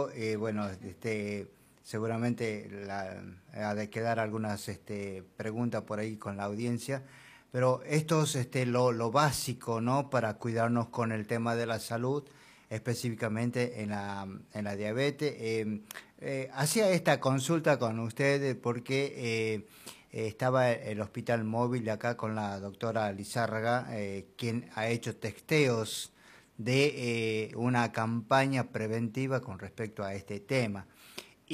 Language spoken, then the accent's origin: Spanish; Argentina; como argentino que somos y que nos gusta el mate amargo